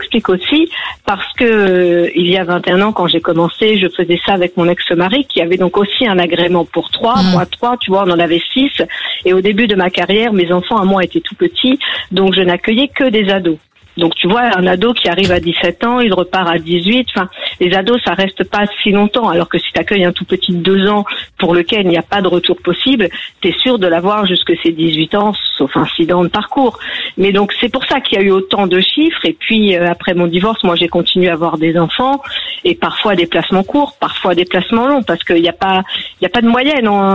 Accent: Hauts-de-France, France; Je viens de l'Aisne.

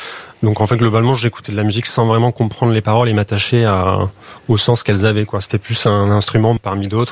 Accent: Toulouse, Occitanie, France; Je viens exactement de la banlieue de Toulouse

